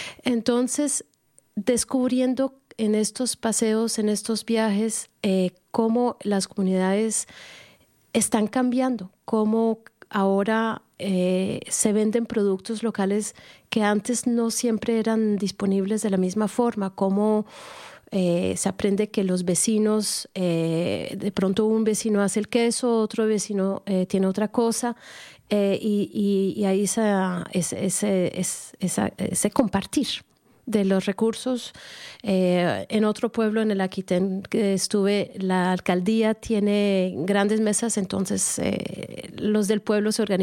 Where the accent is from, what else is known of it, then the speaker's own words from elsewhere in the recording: Colombia; Afortunadamente también he podido viajar un poquito en Colombia porque soy colombiana.